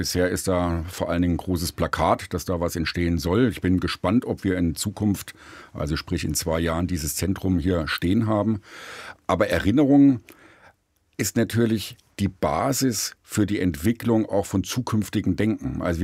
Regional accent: Thuringia, Germany; in Halle an der Saale oder in Südthüringen, wo ich herkomme, also im ehemaligen Bezirk Suhl, war die Grenze da und das Leben war in der DDR vorgeformt bzw. vorgeprägt.

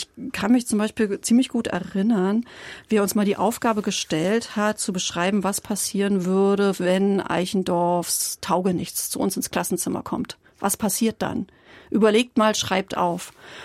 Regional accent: Berlin, Germany; born there; Ich bin ja im Prenzlauer Berg zur Schule gegangen

